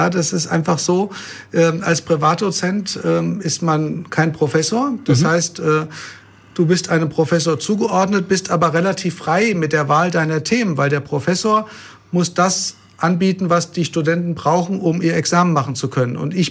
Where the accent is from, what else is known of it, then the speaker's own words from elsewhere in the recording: Bad Homburg, Hesse, Germany; moved away as an adult; also born or lived in Rhineland-Palatinate / Heidelberg / Göttingen / Mainz; now in Raunheim, Germany; Ich komme aus Rheinland-Pfalz. Nein, ich bin in Rheinland-Pfalz geboren und bin aber aufgewachsen in Bad Homburg. Bin als kleines Kind dahin gekommen. Fühle mich auch als Bad Homburger, so von meiner Heimat her. Und habe studiert in Heidelberg und in Göttingen.